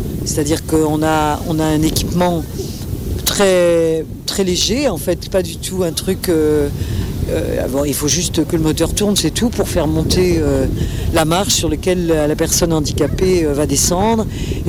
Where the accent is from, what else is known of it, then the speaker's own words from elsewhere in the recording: Sète, Occitanie, France; si on me dit, mais t'es d'où ? Je dis, bah, de Sète. Oui, mais t'es d'où ? Bah, je suis de Sète.